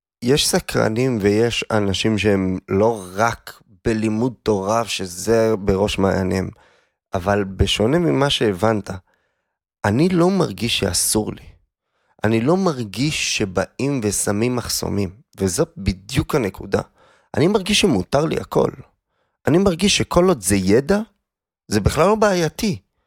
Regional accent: Yesodot, Central District, Israel; אז אני נולדתי וגדלתי ביישוב יסודות, למי שמכיר, מושב, חרדי, קטן בשפלה, באזור רחובות. הבית שלנו הוא בית חרדי

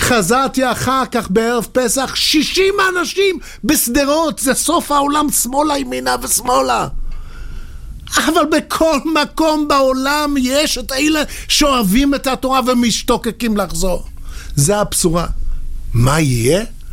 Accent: England, United Kingdom; Hebrew is a second language; moved away; בתור אנגלי.

